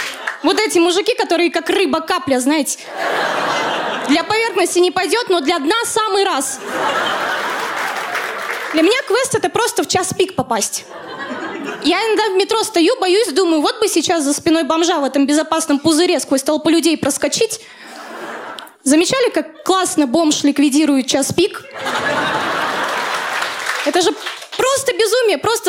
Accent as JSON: {"language": "Russian", "region": "Saint Petersburg", "country": "Russia", "lives_now": "Moscow, Russia", "said": "да, я переехала в Москву из Петербурга."}